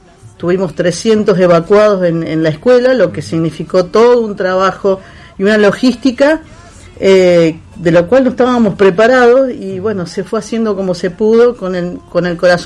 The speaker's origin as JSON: {"language": "Spanish", "region": "Santa Fe", "country": "Argentina", "said": "pero somos de Santa Fe."}